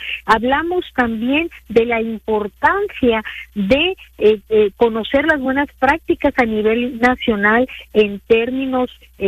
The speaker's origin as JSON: {"language": "Spanish", "region": "Sonora", "country": "Mexico", "said": "Un punto muy importante que nosotros enfatizamos, Coco, porque venimos de Sonora, es voltear a las regiones"}